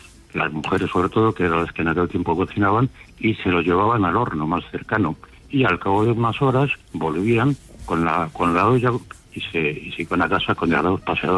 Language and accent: Spanish; Valencian Community, Spain; Porque yo soy valenciano también